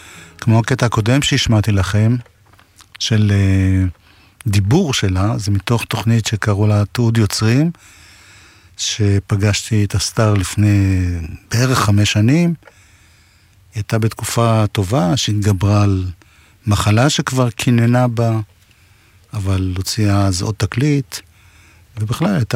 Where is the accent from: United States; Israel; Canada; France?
Israel; Jerusalem, Jerusalem District; כיוון ששנינו גדלנו באותה עיר, אני ילד 54, היא כמה חודשים אחריי, העיר ירושלים.